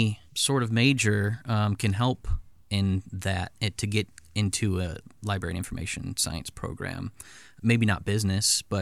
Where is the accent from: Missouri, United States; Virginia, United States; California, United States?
Missouri, United States; O'Fallon; now in Godfrey, United States; I grew up in the St. Louis metro area, O'Fallon, Missouri. And my wife also is from this area. We live in Godfrey now, so somewhat, you know, close by.